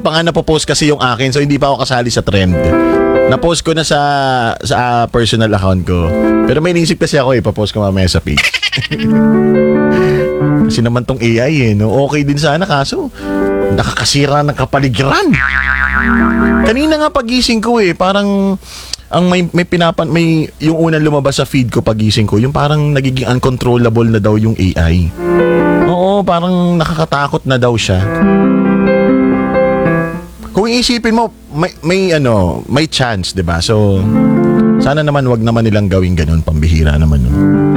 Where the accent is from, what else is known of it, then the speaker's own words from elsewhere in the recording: Lopez, Calabarzon, Philippines; dun sa amin, sa bayan namin, sa Lopez Quezon.